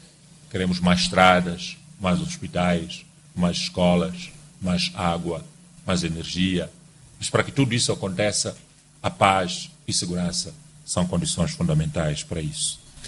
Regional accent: Mozambique; Nós, moçambicanos

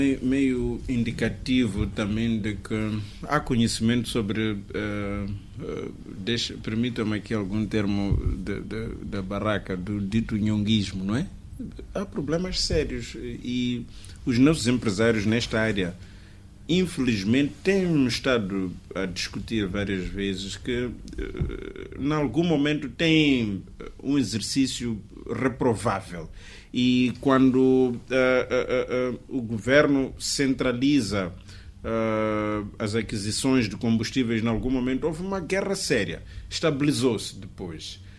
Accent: Mozambique

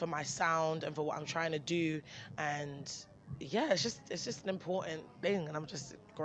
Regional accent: London, United Kingdom

